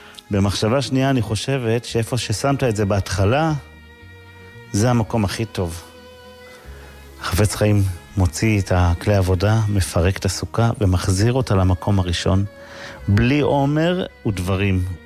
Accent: Kiryat Ata, Haifa District, Israel; כשהייתי ילד קטן בקריית אתא, היה שם יהודי זקן מאוד

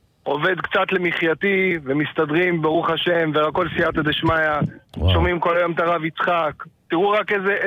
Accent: Herzliya, Tel Aviv District, Israel; moved away as an adult; now in Jerusalem, Israel; אני היום גר בירושלים, אני גדלתי בהרצליה, אני עורך דין במקצועי, חזרתי בתשובה בגיל 28, בישיבת אשריך בירושלים.

